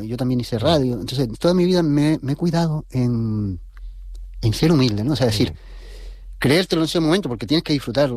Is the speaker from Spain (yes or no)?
yes; La Orotava, Canary Islands, Spain; yo me crié en la Orotava, entre la Barriada de Antonio y el Casco.